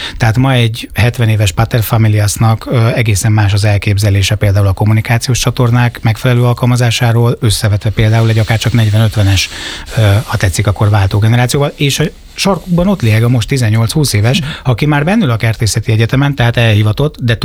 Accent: Zamárdi, Somogy, Hungary; born or raised there; now in Budapest agglomeration, Hungary

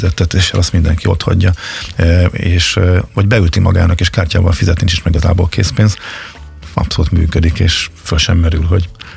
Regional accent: Zalaegerszeg, Zala, Hungary; a Zalaegerszegen nőttem föl

